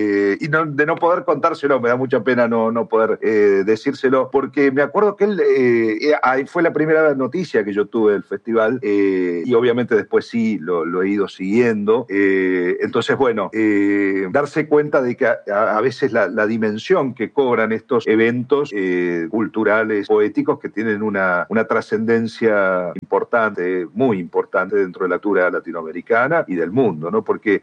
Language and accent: Spanish; Argentina; Pero bueno, Medellín, soy argentino, así que … también tengo ahí mi corazoncito.